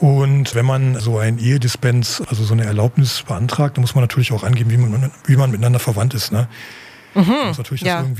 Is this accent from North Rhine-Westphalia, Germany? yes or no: yes; North Rhine-Westphalia, Germany; also wenn man in die Gegend geht, wo ich herkomme, in Westfalen, ich bin nicht auf dem Dorf geboren, aber ich glaube so die ersten Jahre meines Lebens auf dem Dorf verbracht.